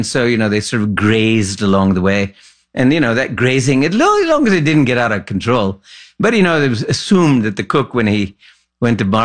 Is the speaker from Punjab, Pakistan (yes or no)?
yes; Lahore, Punjab, Pakistan; I was brought up in Lahore